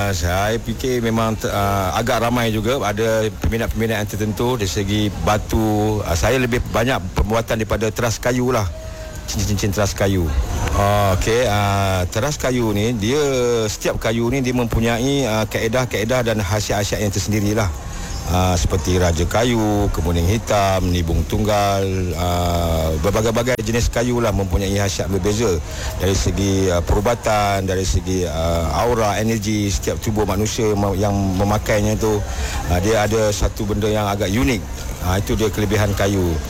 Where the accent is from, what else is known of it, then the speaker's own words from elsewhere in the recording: Selangor, Malaysia; also born or lived in Melaka, Malaysia; Saya berasal dari Melaka, kemudian saya dibesarkan di negeri Selangor.